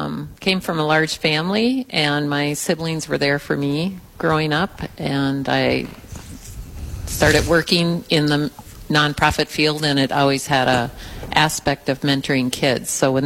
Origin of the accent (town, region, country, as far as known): Buckman, Minnesota, United States